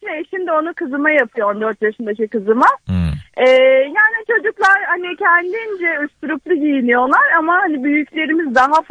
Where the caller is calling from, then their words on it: Istanbul, Turkey; Bahçeşehir'den arıyorum.